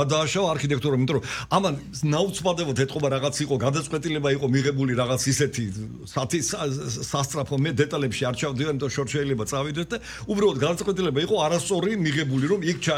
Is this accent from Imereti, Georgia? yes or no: no; Tbilisi, Georgia; born there